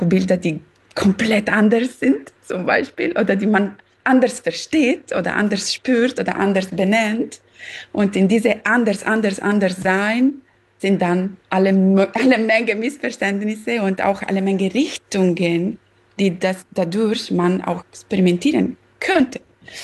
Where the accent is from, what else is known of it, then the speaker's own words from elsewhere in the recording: Southern Italy, Italy; German is a second language; now in Germany; Ich komme aus Süditalien und wir sind hier jetzt in Deutschland seit eigenen Jahren.